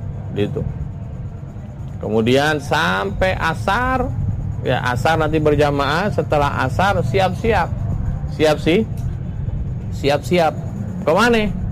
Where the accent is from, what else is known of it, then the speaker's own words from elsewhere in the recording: Indonesia; Aku wong Jawa ini.